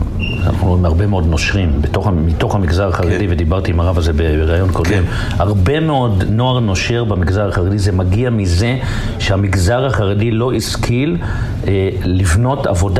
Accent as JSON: {"language": "Hebrew", "town": "Jerusalem", "region": "Jerusalem District", "country": "Israel", "tie": "born or raised there", "said": "אני גדלתי בירושלים."}